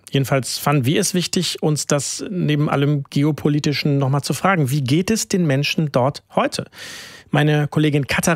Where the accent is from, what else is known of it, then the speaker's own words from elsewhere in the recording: Euskirchen, North Rhine-Westphalia, Germany; Ja, aber da sage ich doch Grüße in meine Heimat, Euskirchen. Das mit dem Feiern kann ich von da aus der Nähe bestätigen.